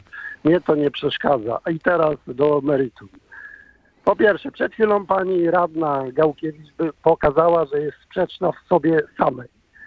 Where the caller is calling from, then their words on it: Łódź, Łódź Voivodeship, Poland; pracuję w rolnictwie, mieszkam w Łodzi, mam pole w okolicach A1